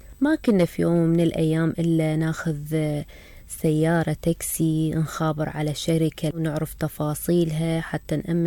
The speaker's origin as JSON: {"language": "Arabic", "town": "Basra", "region": "Basra Governorate", "country": "Iraq", "tie": "born there", "moved": "yes", "said": "من إجيت آني للعراق صار العكس، خصوصا بالبصرة، إنه آني رجعت خلص أريد أسكن بالبصرة، مدينتي ومحافظتي وأهلي وناسي."}